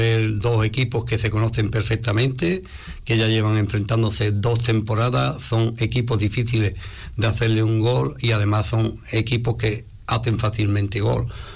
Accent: Jerez de la Frontera, Andalusia, Spain; yo soy de Jerez.

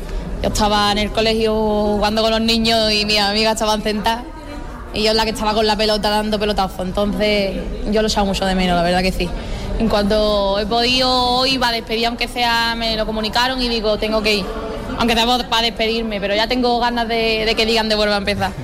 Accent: Espera, Andalusia, Spain; Soy de Espera.

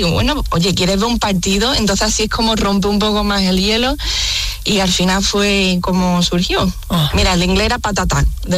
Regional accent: Seville, Andalusia, Spain; now in Belgium; Soy de Sevilla, capital.

